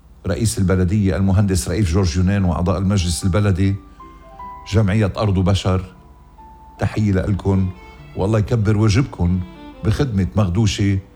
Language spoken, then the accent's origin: Arabic; Lebanon; آخ يا بلدي لبنان ويسعد صباحك يا ابن بيروت حسام.